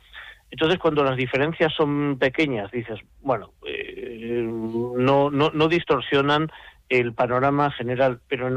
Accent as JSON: {"language": "Spanish", "region": "Balearic Islands", "country": "Spain", "said": "y pues yo siendo mallorquín y habiendo vivido en mil partes, pues yo que sé qué acento tengo."}